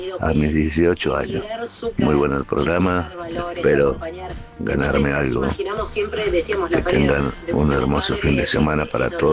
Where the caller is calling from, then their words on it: Gregorio de Laferrere, Buenos Aires Province, Argentina; de La Ferrere